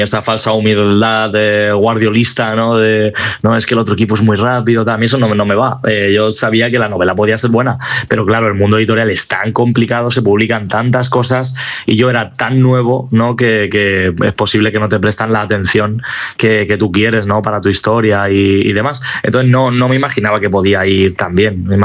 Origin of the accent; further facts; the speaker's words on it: Almansa, Castilla-La Mancha, Spain; más que mi pueblo, que sí que yo quería hacer ese homenaje a Almansa